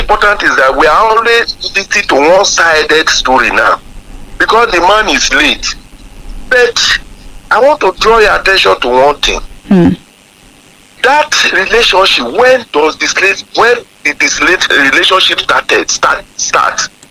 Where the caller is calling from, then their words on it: Olodo, Oyo, Nigeria; I'm calling from Olodo.